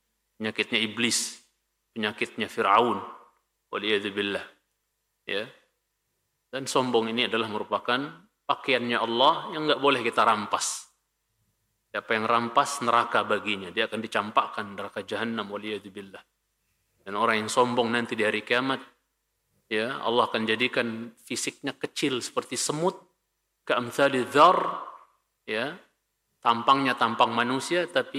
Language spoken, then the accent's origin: Indonesian; West Nusa Tenggara, Indonesia; Ya, kalau saya orang Lombok Al-Lumbuki misalnya begitu.